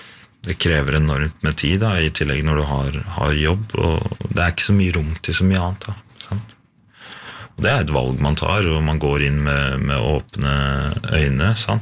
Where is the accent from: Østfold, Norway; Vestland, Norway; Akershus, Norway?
Akershus, Norway; Skedsmokorset; Ja, jeg er fra Skedsmokorset, men familien er fra Finnskogen, ja.